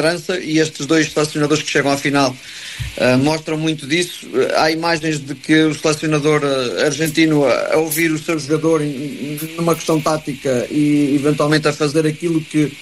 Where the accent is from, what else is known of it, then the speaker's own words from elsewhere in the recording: Portugal; como português, treinador português que tem feito grande parte da sua carreira no estrangeiro.